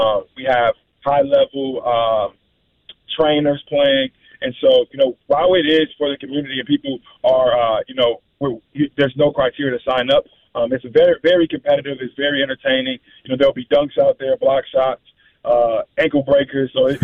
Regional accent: Madison, Wisconsin, United States; growing up on the South Side, everybody has a nickname.

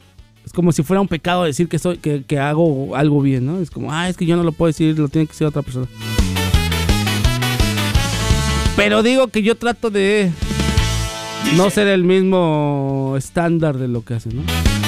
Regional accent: Mexico; no soy nada fan de ir porque no me siento representado como mexicano, la verdad.

